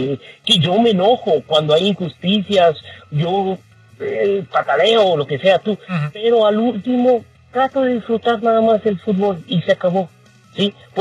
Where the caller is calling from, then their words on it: Texas, United States; De acá, de Texas.